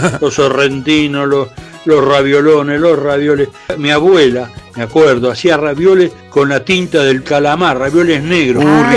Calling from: Buenos Aires, Argentina; Y nosotros somos de la Lombardía, de Alta Italia, ¿viste?

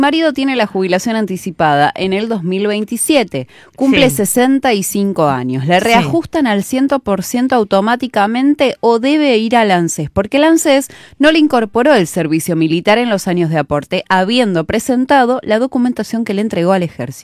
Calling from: Entre Ríos, Argentina; Buenas noches, Tuni y Brenda. … de Entre Ríos.

